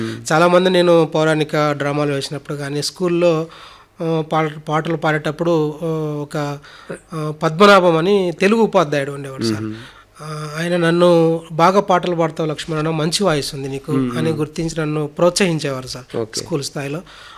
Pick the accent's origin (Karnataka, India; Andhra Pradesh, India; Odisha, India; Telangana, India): Andhra Pradesh, India; Kandukur; మాది కందుకూరు గ్రామం sir, Anantapuram rural మండలము. మాది వ్యవసాయ కుటుంబం.